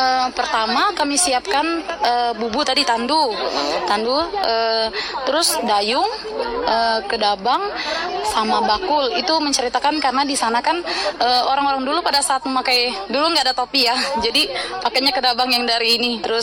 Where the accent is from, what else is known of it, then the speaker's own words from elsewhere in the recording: Indonesia; dari kampung kami, yaitu Kecamatan Tanah Merah. Memang di situ dulu daerah yang terpencil